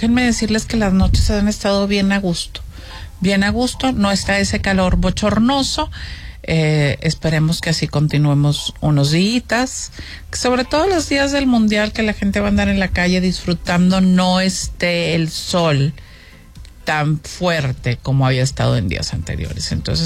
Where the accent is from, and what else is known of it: Mexico